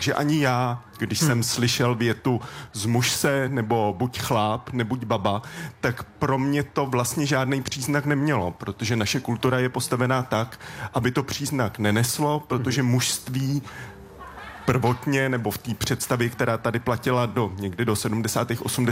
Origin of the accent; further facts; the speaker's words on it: Stříbro, Plzeň Region, Czechia; Já vyrůstal jsem ve Stříbře na Tachovsku